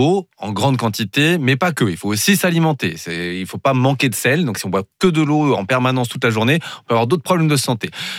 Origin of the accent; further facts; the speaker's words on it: Brittany, France; Moi, je suis breton, par exemple. Eh ben, on n'a pas toujours l'habitude.